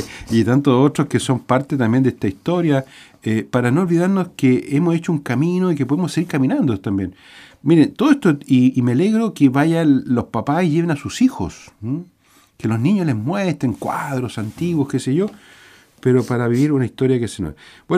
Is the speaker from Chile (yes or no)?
yes; Chile; los cimientos de nuestra identidad como pueblo chileno